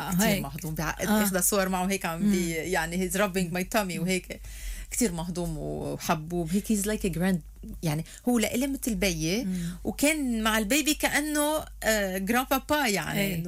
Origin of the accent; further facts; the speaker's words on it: Lebanon; انا لبنانيه